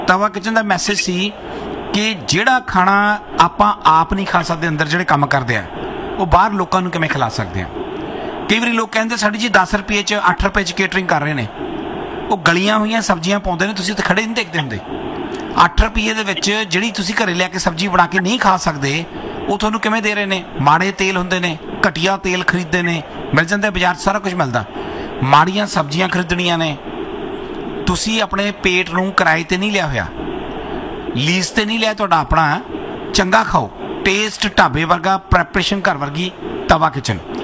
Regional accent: Ludhiana, Punjab, India; ਅੱਛਾ, ਮੈਂ ਵੀ ਲੁਧਿਆਣੇ ਤੋਂ ਆਇਆ।

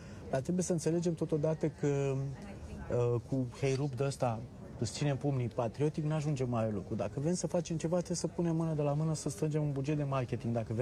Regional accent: Romania; eu sunt român

